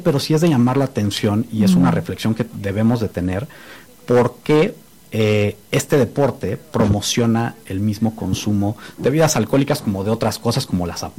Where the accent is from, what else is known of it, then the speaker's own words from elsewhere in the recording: Mexico; toda esta euforia colectiva que hemos tenido como mexicanos